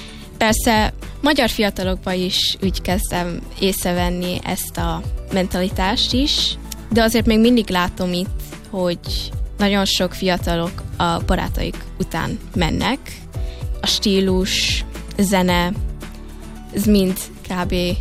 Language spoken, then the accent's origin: Hungarian; Hungary; now in Netherlands; Szóval, ha én azt mondom, hogy magyar vagyok, a másik az, hogy afgán, a másik azt mondja, hogy egyiptomi